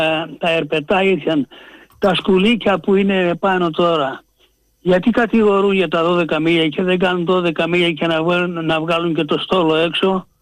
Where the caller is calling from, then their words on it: Athens, Attica, Greece; είμαι από τα Άνω Πατήσια.